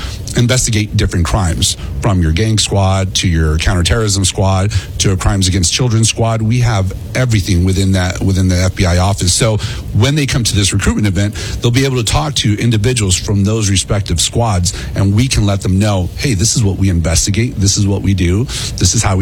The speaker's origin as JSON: {"language": "English", "town": "El Paso", "region": "Texas", "country": "United States", "tie": "born or raised there", "said": "I'm living proof. I'm born and raised in El Paso. My first office was Las Vegas."}